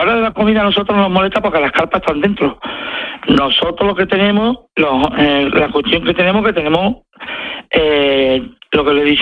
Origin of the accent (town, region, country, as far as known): Spain